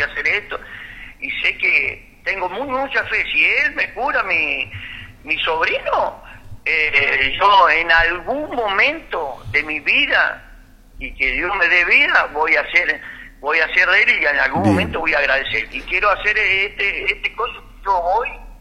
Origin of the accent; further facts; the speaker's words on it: Córdoba, Argentina; moved away; allá nosotros en Córdoba, yo vivía en el campo.